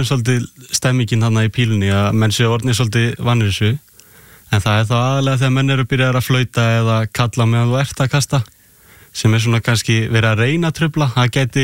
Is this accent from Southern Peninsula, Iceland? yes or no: yes; Grindavík, Southern Peninsula, Iceland; Ég úr Grindavík, þannig að það mikil pínumenning þar.